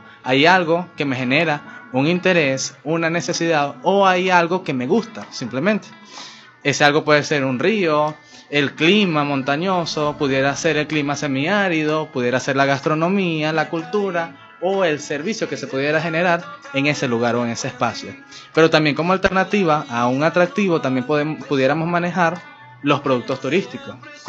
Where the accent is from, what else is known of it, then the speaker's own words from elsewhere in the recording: Barquisimeto, Lara, Venezuela; Nosotros quienes somos de Lara, quienes somos de Barquisimeto